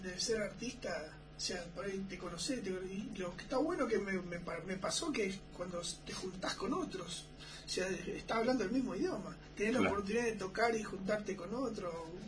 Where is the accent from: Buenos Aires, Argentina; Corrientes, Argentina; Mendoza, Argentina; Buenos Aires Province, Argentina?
Mendoza, Argentina; Malargüe; Sí, sí, acá. Mi familia, mi mamá, nací acá también.